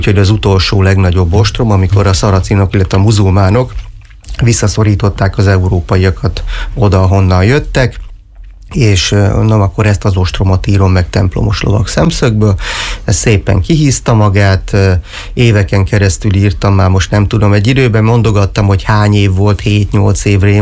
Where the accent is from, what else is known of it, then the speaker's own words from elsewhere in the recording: Miskolc, Borsod-Abaúj-Zemplén, Hungary; a Diósgyőri vár közelében nőttem fel, a Kuruc utcán laktunk, hogy gyakorlatilag nem volt olyan nap, hogy ne csatangoltunk volna a vár környékén.